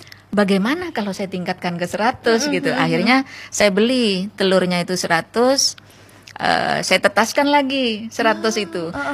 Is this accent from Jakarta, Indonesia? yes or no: no; Pamekasan, East Java, Indonesia; now in Sumenep, Indonesia; saya asli Pamekasan.